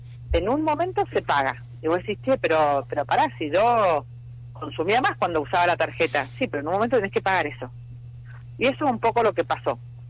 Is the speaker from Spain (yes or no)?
no; Argentina; lo que me parece que los argentinos no tenemos es ni paciencia ni memoria.